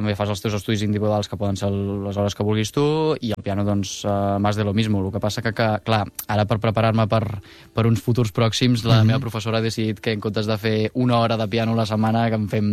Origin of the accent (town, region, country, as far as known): Montblanc, Catalonia, Spain; born or raised there; moved away